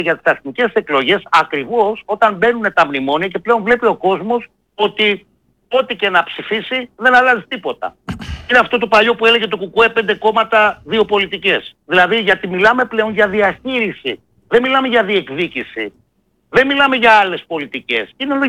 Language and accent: Greek; Central Greece, Greece; την ιδιαίτερη πατρίδα μου, το Δήμο Κίμης Αλιβερίου